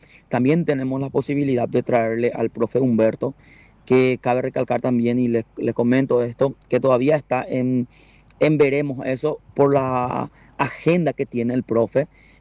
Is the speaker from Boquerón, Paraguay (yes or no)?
yes; Filadelfia, Boquerón, Paraguay; hoy en día nosotros como que somos de Filadelfia